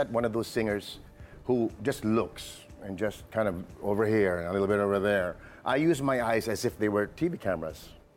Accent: Philippines; Always a Filipino, because even as I grew up, my mom and dad raised me as a Filipino.

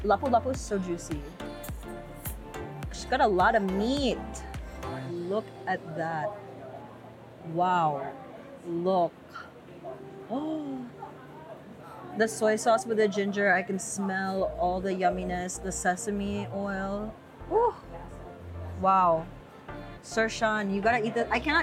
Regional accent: Philippines; I'm so Filipino where I love everything in sauce.

